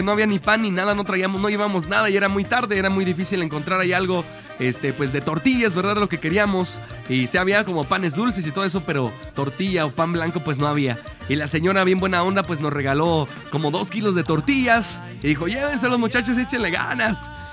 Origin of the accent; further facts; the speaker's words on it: Maravatío, Michoacán, Mexico; somos de Maravatío, Michoacán